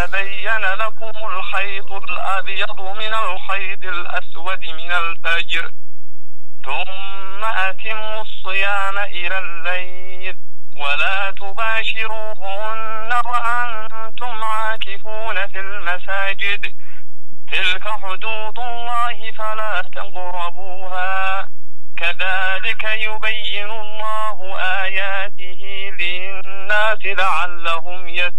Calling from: Sanaa, Amanat Al Asimah, Yemen; من صنعاء. من صنعاء.

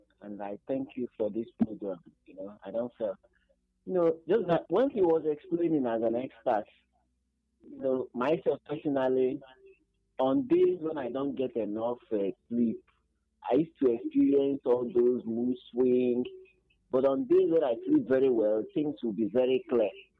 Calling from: Abakaliki, Ebonyi, Nigeria; I'm calling from Abakaliki.

